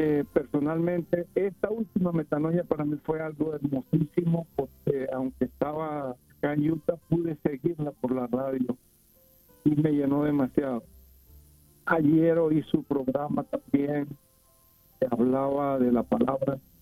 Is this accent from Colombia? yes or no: no; Venezuela; Yo soy venezolano